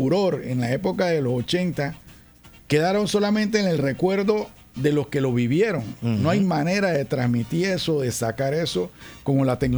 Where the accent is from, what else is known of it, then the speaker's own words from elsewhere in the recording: Colón, Panama; yo soy de aquí de Colón